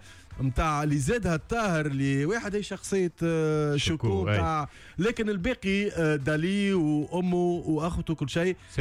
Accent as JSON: {"language": "Arabic", "country": "Egypt", "said": "أنا مصري وقفت في ذلك في أول آخر وآخر ثمانينات أول التسعينات كهما."}